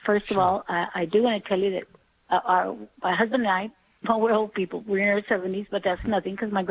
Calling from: Texas, United States; And if I talk funny, well, I'm from Texas.

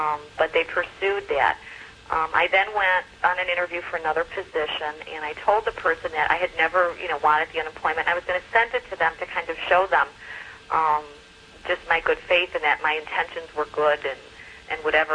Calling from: Chicago, Illinois, United States

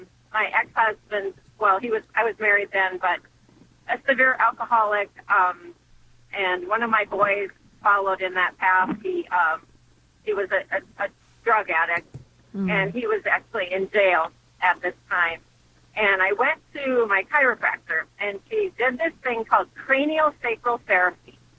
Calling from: Iowa, United States; Can you hear me okay? I'm driving from Iowa.

